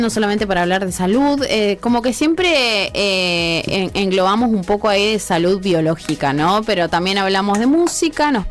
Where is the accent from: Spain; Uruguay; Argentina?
Argentina; San Jaime de la Frontera, Entre Ríos; desde mi pueblo querido, San Jaime de la Frontera